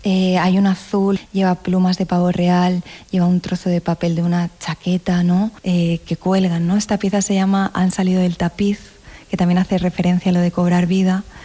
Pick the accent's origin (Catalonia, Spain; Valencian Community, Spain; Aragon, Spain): Valencian Community, Spain; Yo soy valenciana